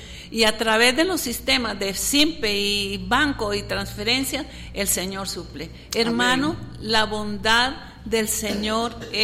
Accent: Alajuela, Costa Rica; yo soy de Alajuela

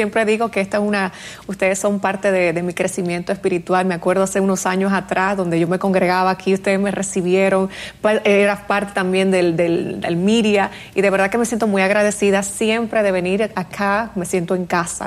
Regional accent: Dominican Republic; moved away; yo vivía en República Dominicana.

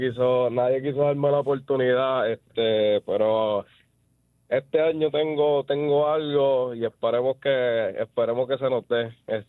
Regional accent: Bayamón, Puerto Rico; Yo soy natural de Bayamón, sí.

